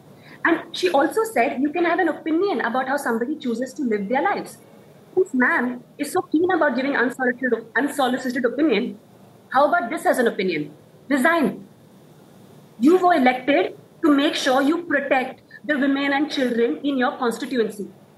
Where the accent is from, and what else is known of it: India